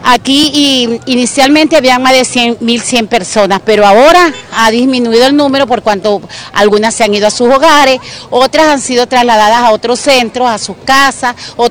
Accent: Venezuela; somos los venezolanos.

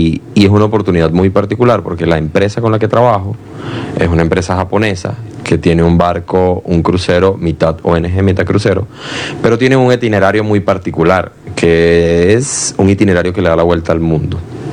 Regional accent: Caracas, Capital District, Venezuela; born there; Entonces, bueno, nosotros, mi hermano y yo nacemos acá. Mi mamá es de Falcón.

